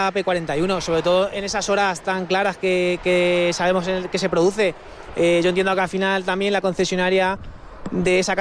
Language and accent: Spanish; Toledo, Castilla-La Mancha, Spain; Yo soy de Toledo, capital.